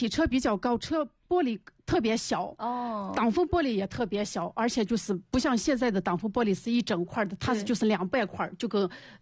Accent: Yan'an, Shaanxi, China; 我是一名土生土长的延安人。

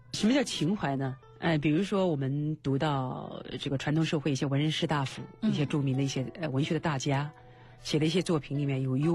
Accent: China; 我们作为中国人，

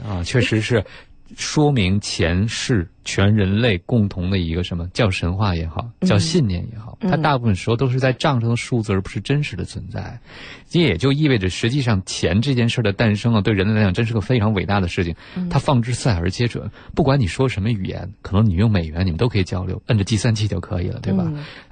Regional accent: China; 我们都觉得我们是中国人

